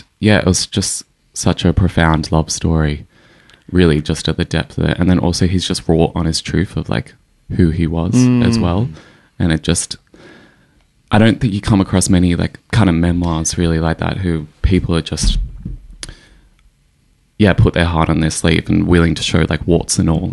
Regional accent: Queanbeyan, New South Wales, Australia; moved away as an adult; now in Sydney, Australia; I think I'm 30, so, like, I grew up and I was still... I grew up in Queen Bien, a very small town

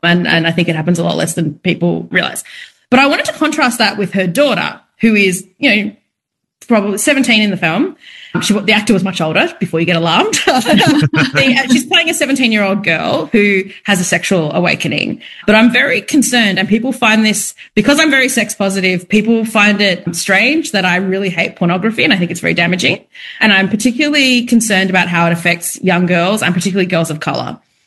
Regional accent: India; for me, it was amazing as a young person to realize the kind of rich erotic history of Indian art as an Indian person.

